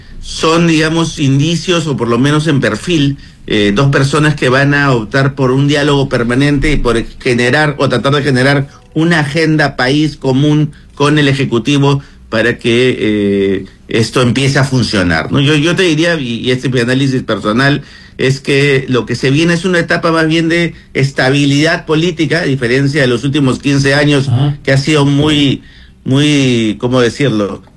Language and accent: Spanish; Peru